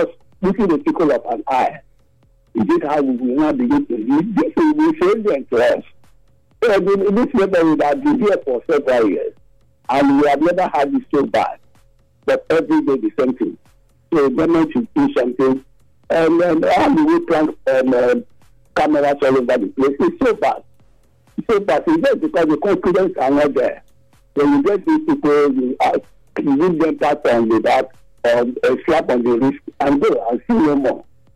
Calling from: Nigeria; So I'm calling from Ogbeso community.

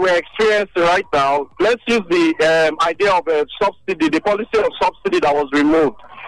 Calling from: Benin City, Edo, Nigeria; I'm calling from Benin.

